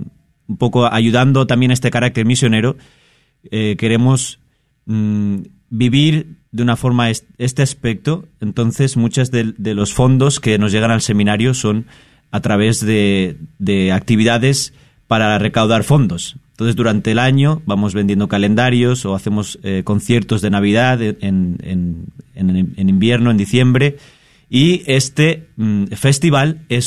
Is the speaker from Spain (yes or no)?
yes; Spain; moved away as an adult; now in Dallas, United States; Yo soy de España